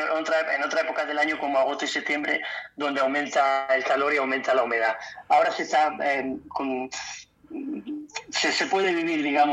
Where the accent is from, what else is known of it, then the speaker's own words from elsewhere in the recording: Granada, Andalusia, Spain; moved away as an adult; yo cuando vivía en España, yo soy de Granada, vivía en Granada ciudad